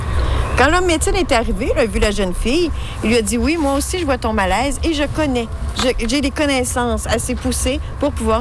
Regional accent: Wendake, Quebec, Canada; Je suis de Wendake et je suis Wendat.

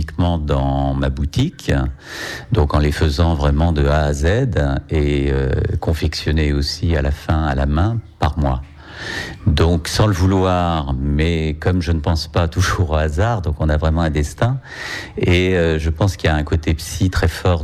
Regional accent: Paris, Île-de-France, France; born there; Donc mon histoire, je suis né à Paris.

